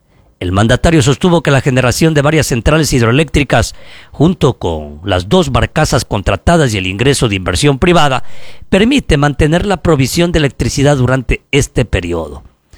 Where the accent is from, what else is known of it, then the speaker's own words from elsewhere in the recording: Ecuador; Somos los ecuatorianos y ecuatorianas las que trabajamos y aportamos al desarrollo del país.